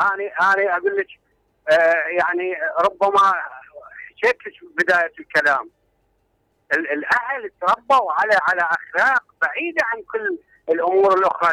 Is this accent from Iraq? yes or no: yes; Iraq; احنا نترحم على الزمن الجميل يعني، خصوصا عندنا بالعراق